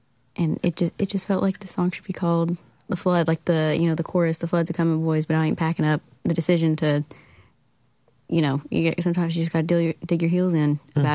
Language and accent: English; Kentucky, United States; She's from Tennessee. I'm from Eastern Kentucky.